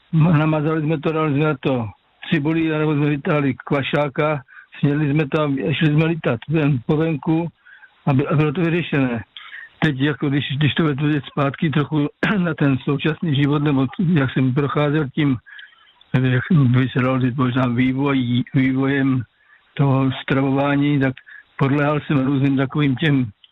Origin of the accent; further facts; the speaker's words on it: South Moravian Region, Czechia; já pocházím z Moravskoslovácka, to už víte